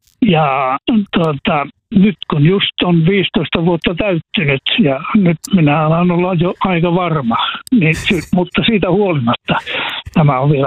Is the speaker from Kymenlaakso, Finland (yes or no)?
no; Kuusamo, North Ostrobothnia, Finland; Kuusamossa päin sanottaisiin, että spektaakkeleista.